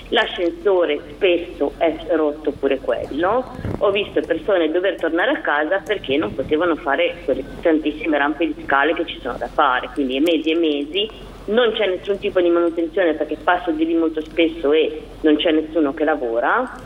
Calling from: Genoa, Liguria, Italy; Io sono genovese

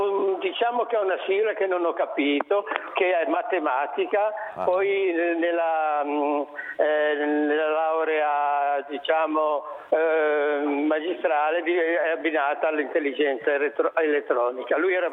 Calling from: Genoa, Liguria, Italy

